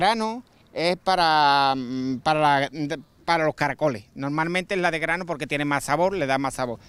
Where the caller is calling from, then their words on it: Seville, Andalusia, Spain; nosotros somos de Sevilla, de Sevilla capital.